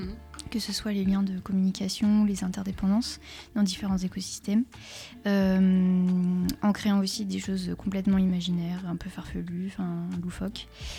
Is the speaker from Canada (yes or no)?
no; Saint-Nazaire, Pays de la Loire, France; moved away as an adult; also born or lived in Caen / Brussels; now in Clermont-Ferrand, France; je suis pas de Clermont, je viens de Saint-Nazaire, en Loire-Atlantique. Et donc après, je suis partie à Caen pour la licence.